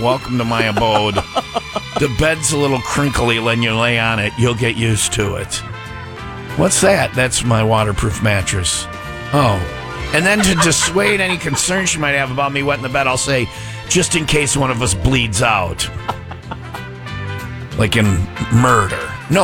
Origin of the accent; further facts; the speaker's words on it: Burlington, United States; I grew up in Burlington.